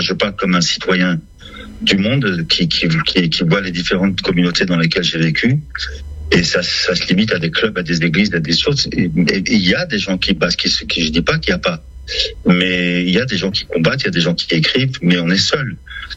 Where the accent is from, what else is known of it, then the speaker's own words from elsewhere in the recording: Lebanon; moved away; Pendant la guerre, nous, quand on est parti, mon père, je l'ai revu 8 ans plus tard, quoi. On a quitté le Liban.